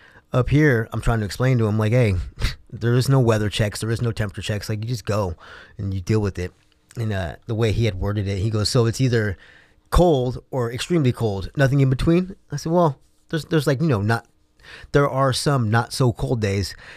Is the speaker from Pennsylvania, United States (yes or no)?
no; Las Vegas, Nevada, United States; now in Sitka, Alaska, United States; I'm from Las Vegas, Nevada